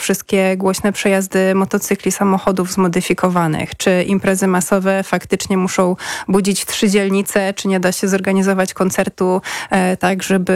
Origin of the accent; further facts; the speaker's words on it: Warsaw, Masovian Voivodeship, Poland; ja całe życie mieszkam w Warszawie. Mam całą rodzinę w Warszawie